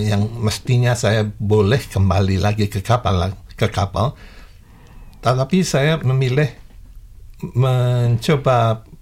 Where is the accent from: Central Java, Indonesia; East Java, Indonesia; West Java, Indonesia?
East Java, Indonesia; Tulungagung; moved away as an adult; also born or lived in Madiun / Jakarta; saya lahir di Tulungagung, Jawa Timur. Kemudian SMA saya beralih dari Tulungagung ke Madiun.